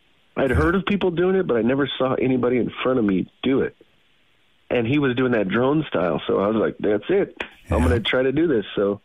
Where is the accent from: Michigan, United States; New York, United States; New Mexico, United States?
New Mexico, United States; I am born and raised in New Mexico, southern New Mexico. I grew up kind of in a small mountain town in the Hilo Woods